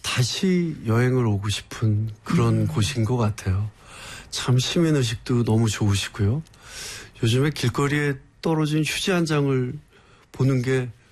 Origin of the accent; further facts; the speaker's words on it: Seoul, South Korea; 서울에서 학교를 다 다녔고요. 서울에서 자라면서 이 추억도 굉장히 많고요. 그래서 서울은 저한테 어떤 삶의 근간?